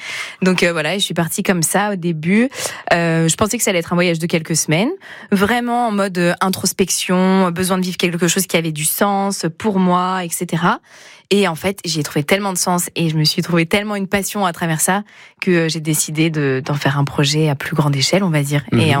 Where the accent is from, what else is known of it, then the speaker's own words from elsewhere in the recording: Auvergne-Rhône-Alpes, France; Oui, je suis auvergnate. Mon papa dirait que je suis bourbonnaise et pas auvergnate.